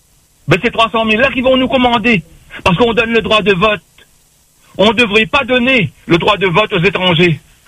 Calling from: France; Sauf chez nous, en France.

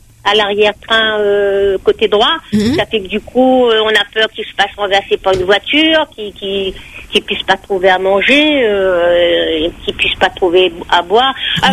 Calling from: Saint-Paul, Réunion; Moi, j'habite à Stella, du côté de comment on appelle ça, de rue Cassiopée.

